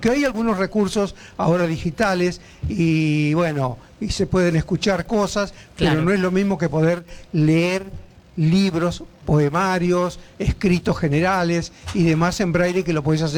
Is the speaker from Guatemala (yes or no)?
no; Lincoln, Buenos Aires Province, Argentina; Y al costado de la ruta 50 vas a mi pueblo